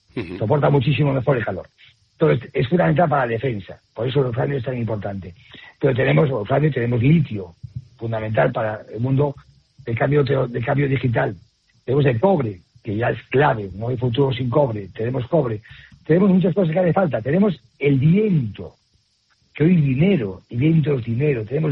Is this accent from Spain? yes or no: yes; Spain; Somos los españoles